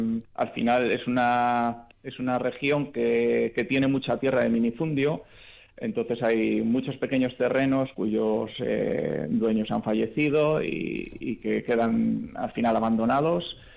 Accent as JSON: {"language": "Spanish", "area": "Ourense province", "region": "Galicia", "country": "Spain"}